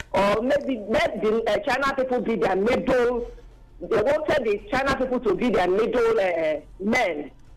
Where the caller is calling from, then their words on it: Egbema, Nigeria; I'm calling from Egbema.